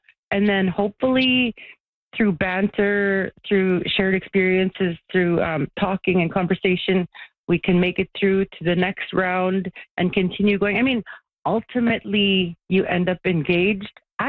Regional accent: Tuktoyaktuk, Northwest Territories, Canada; now in Inuvik, Canada; I'm from Tuck. I live in Inuvik. My dad is from Tuck. My mom is from Fort McPherson. Honestly, I'm related to everybody here.

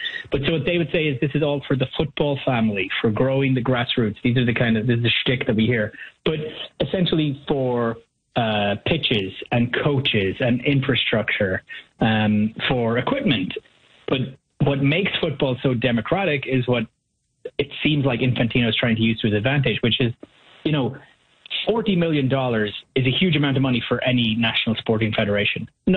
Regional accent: Ireland; moved away; as originally an Irishman

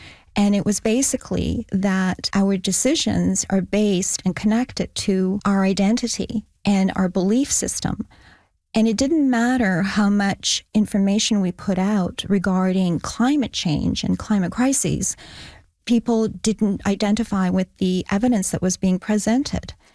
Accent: Mono, Ontario, Canada; I'm from Mono, Ontario, and I lead Kadima Village.

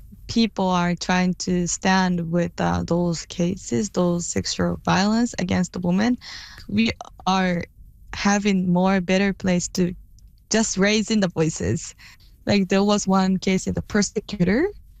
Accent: Chatan, Okinawa, Japan; So my time from a little town called Chatan, where the more than half of the land is US bases.

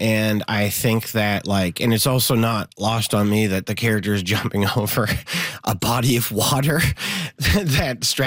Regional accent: Montreal, Quebec, Canada; I have lived here my mm-hmm. entire life. I grew up Anglo boy in Montreal in the 90s.

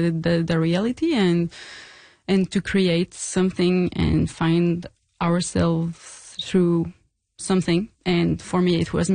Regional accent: Gaspésie, Quebec, Canada; now in Montreal, Canada; I'm from Gaspésie, which is pretty far from Montreal, but I'm living in Montreal since like 10 years.

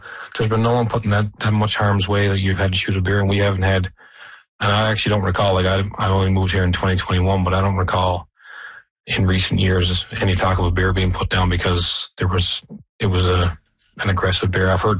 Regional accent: Black Tickle, Newfoundland and Labrador, Canada; I grew up in Blacktickle, so, I mean, I remember once going into my uncle's house and just getting in through the door and the polar bear walked past the door.

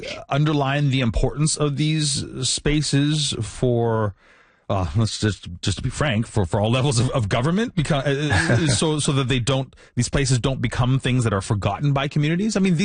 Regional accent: Winnipeg, Manitoba, Canada; And I grew up in Winnipeg, and there was a mall, Portage Place.

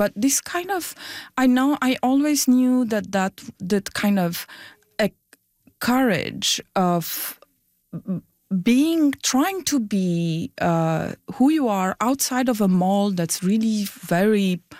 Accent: Romania; I have to say that I grew up in Romania in the time of the Ceausescu dictatorship. The Berlin Wall was still standing.

